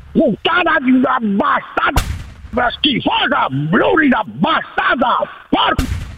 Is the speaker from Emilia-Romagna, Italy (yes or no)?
yes; Reggio Emilia, Emilia-Romagna, Italy